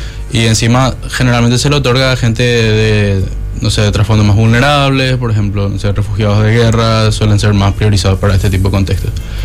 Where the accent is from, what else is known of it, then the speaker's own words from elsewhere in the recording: Luque, Central, Paraguay; Yo soy de Luque, por cierto